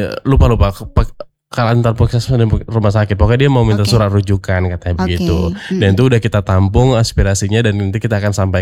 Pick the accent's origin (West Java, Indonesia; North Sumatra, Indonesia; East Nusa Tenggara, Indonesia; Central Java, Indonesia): North Sumatra, Indonesia; Medan; Kita sebagai warga Kota Medan